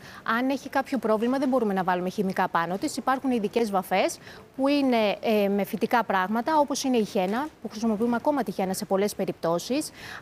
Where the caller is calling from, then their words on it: Koutsopodi, Peloponnese, Greece; Και είμαι από χωριό η καταγωγή μου